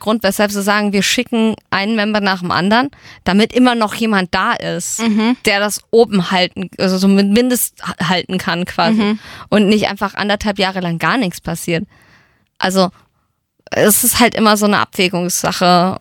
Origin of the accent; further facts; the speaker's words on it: Gelnhausen, Hesse, Germany; ich bin in Gelnhausen aufgewachsen, da haben wir irgendwo ein Haus, wo Goethe mal für 3 Nächte gepennt hat.